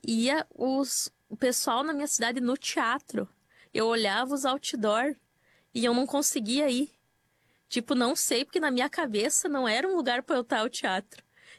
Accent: Vacaria, Rio Grande do Sul, Brazil; moved away as an adult; Eu saí de Vacaria quando eu tinha 18 anos, porque meu sonho era trabalhar numa empresa grande.

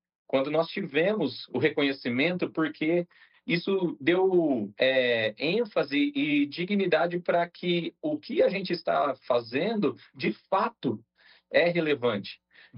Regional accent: São Paulo, Brazil; moved away as an adult; now in Piauí, Brazil; Eu sou do interior de São Paulo, sou formado em administração de empresa.

